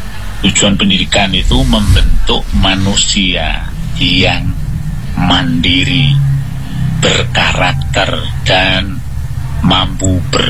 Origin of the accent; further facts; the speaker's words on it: Java, Indonesia; karena saya juga orang Jawa